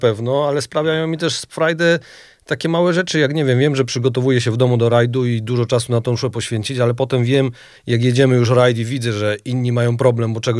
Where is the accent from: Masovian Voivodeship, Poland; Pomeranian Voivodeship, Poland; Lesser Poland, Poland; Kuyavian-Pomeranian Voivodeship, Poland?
Lesser Poland, Poland; Jordanów; ja pochodzę z Jordanowa, to jest taka mniejsza miejscowość koło Rabki Zdrój w Małopolsce.